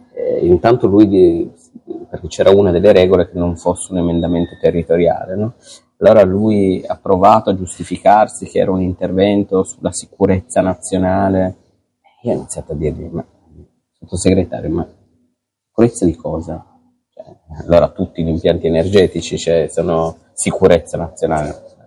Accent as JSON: {"language": "Italian", "town": "Turin", "region": "Piedmont", "country": "Italy", "said": "Io sono torinese, come sai, ma sono contento."}